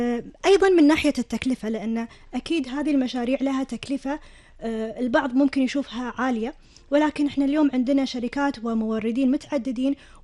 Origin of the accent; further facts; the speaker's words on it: Kuwait; عندنا في الكويت